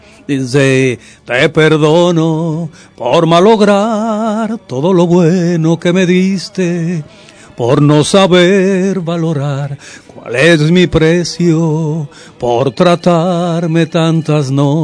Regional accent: Santiago de los Caballeros, Santiago, Dominican Republic; moved away; also born or lived in Puerto Rico; santiaguero, nacido, vivido del centro de Santiago y amante de la ciudad corazón.

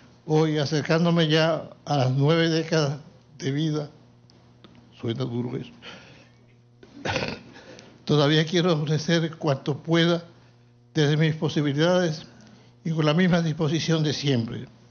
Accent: Dominican Republic

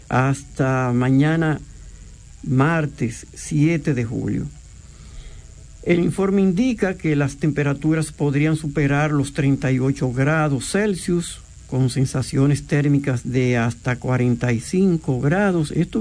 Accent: Dominican Republic; la República Dominicana, o sea, nuestro país

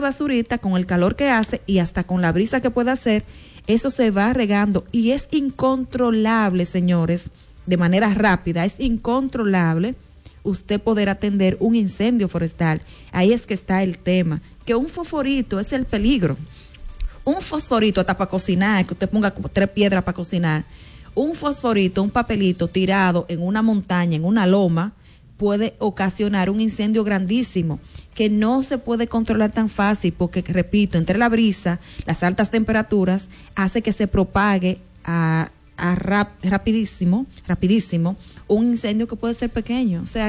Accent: Dominican Republic; Entonces, eso no es un secreto para nosotros como dominicanos.

